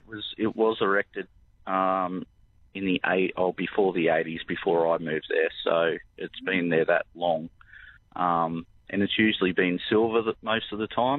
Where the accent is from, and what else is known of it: Gunnedah, New South Wales, Australia; born or raised there